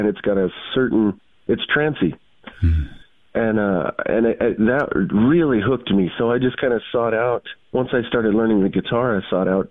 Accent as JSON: {"language": "English", "region": "New Mexico", "country": "United States", "tie": "born or raised there", "said": "I am born and raised in New Mexico, southern New Mexico. I grew up kind of in a small mountain town in the Hilo Woods"}